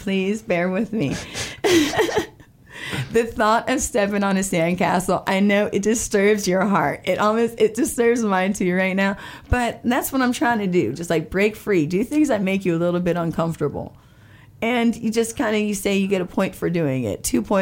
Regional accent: St. Petersburg, Florida, United States; I'm from St. Pete. St. Pete, shout out.

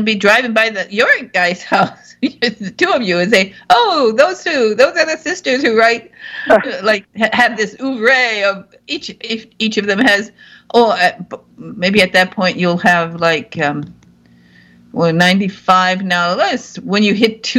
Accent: Michigan, United States; I'm from Northern Michigan

